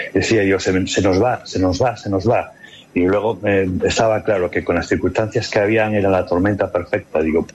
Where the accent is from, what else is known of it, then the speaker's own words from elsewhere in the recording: Ponferrada, Castile and León, Spain; yo soy de Ponferrada